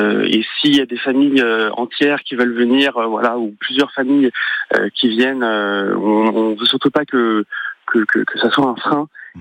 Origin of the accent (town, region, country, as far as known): Corsica, France